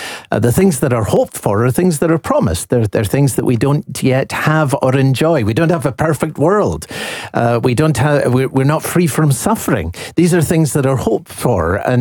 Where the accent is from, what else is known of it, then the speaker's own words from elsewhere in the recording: Edinburgh, Scotland, United Kingdom; accent: Scottish; moved away as an adult; also born or lived in London; now in Chicago, United States; I was born and raised in Edinburgh, and I guess you never lose your roots. Served as a pastor in London, in Enfield, North London, for 16 years. Been in Chicago for 30 years